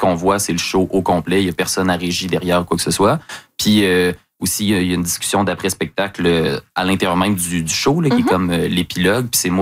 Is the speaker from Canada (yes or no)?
yes; Lévis, Quebec, Canada; Après avoir passé toute mon enfance à Lévis